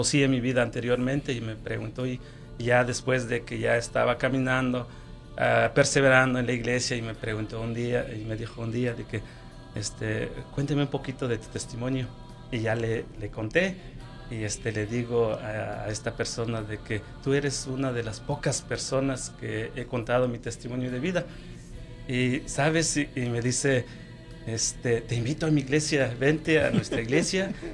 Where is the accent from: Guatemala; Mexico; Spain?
Guatemala; moved away as an adult; Entonces, me vengo de salgo de Guatemala, llego en este país como todo sueño de todos, ¿verdad?